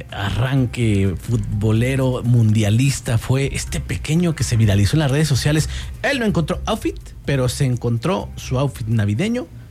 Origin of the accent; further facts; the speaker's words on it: Mexico; la vez pasada que hubo un mundial en nuestro país